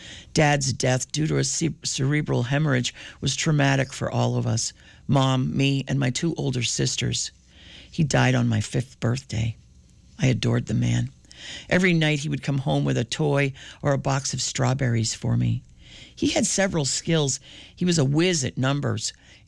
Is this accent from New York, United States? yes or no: yes; Belle Harbor, New York, United States; born there; I was born in Bell Harbor, Queens, in 1933